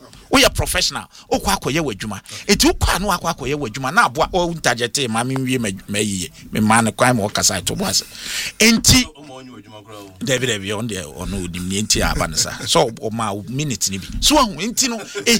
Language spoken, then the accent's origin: English; Ghana; This one I'm speaking as a Ghanaian.